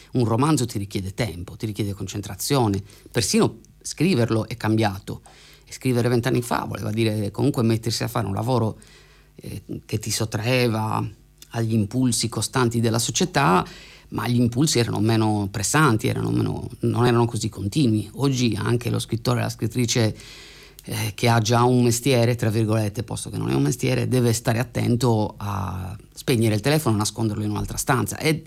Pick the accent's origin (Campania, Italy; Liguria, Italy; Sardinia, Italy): Sardinia, Italy; moved away as an adult